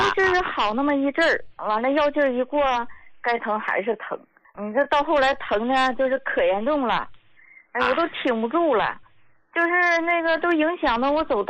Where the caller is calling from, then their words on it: Shaanxi, China; 我是陕西人